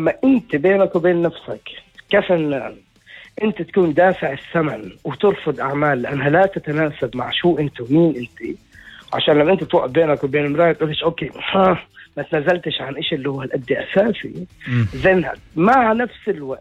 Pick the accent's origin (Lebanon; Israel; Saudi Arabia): Israel; كنت أحكي إنه أنا فلسطيني من الداخل ستات سيمبل يعني.